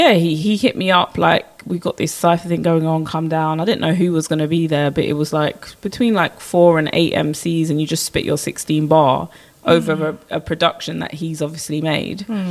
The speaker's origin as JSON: {"language": "English", "region": "London", "country": "United Kingdom", "also_born_or_lived": "Croydon", "moved": "yes", "lives_now": "Bromley, United Kingdom", "said": "I'm from Dulwich."}